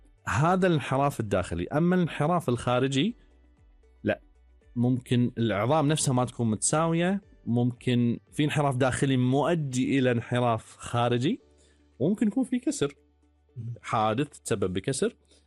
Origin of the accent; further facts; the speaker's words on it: Kuwait; عندنا بالكويت